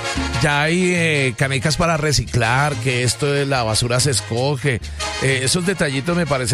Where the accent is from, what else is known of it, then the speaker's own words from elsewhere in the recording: Caribbean coast, Colombia; now in Bogotá, Colombia; Yo a mucho honor soy el costeño